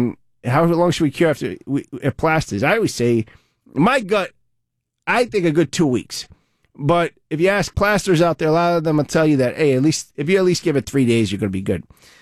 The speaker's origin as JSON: {"language": "English", "town": "Providence", "region": "Rhode Island", "country": "United States", "tie": "born or raised there", "lives_now": "East Providence, United States", "said": "I grew up in one in Providence too. I grew up in the Honorable section of Providence in a home that was quite old"}